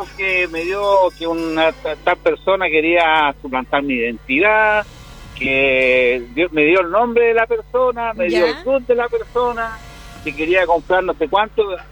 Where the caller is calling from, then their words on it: Temuco, Araucanía, Chile; De aquí, de la República Hermana de Temuco